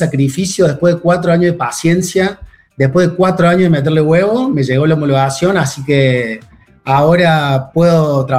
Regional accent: Argentina; now in Barcelona, Spain; No me fui de Argentina por razones sociopolítica, económica, al contrario, tenía una vida bastante privilegiada, tenía todo bastante acomodado, y nada, un día me levanté y dije, tiene que haber algo más, soy bastante culo inquieto, y me vine acá en busca de nuevas experiencias y nuevas aventuras.

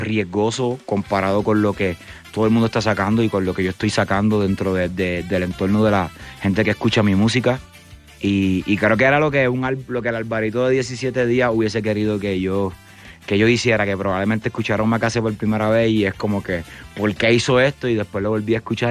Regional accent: Puerto Rico; yo soy de Puerto Rico y amo el reggaetón

